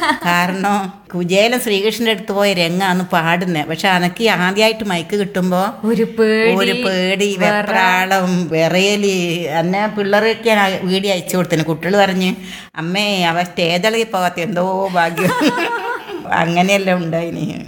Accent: Pandalam, Kerala, India; now in Kannur, India; എന്റെ സ്വന്തം നാട് പന്തള വന്ന. നമ്മൾ പത്തനംതിട്ട ജില്ലക്കാരാ.

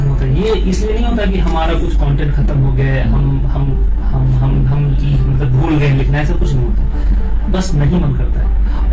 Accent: Lucknow, Uttar Pradesh, India; मैं लखनऊ से हूँ तो थोड़ी अच्छी घर पे उर्दू पे मगर उतनी अच्छी है

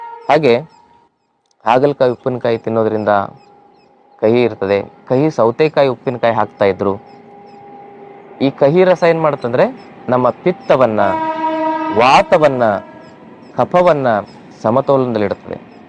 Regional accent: Karnataka, India; ನಮ್ಮೂರ ಕಡೆಗೆ, ನಮ್ಮ ಉತ್ತರ ಕರ್ನಾಟಕದಲ್ಲಿ ಗುರೆಳ್ ಚಟ್ನಿ ಅಂತಾರೆ

